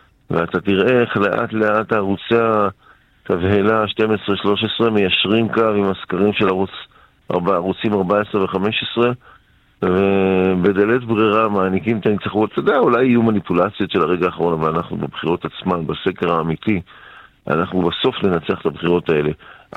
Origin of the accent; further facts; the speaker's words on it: Netanya, Central District, Israel; born there; אתמול היינו בכנס גדול בנתניה, איזה סמלי מבחינתי לסכם את המרוץ הזה, בעיר הולדתי